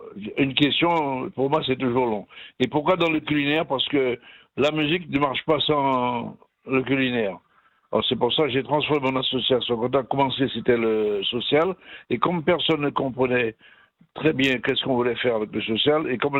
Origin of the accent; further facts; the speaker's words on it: French Guiana; moved away; Chez nous, en Guyane, on ne connaît pas ça.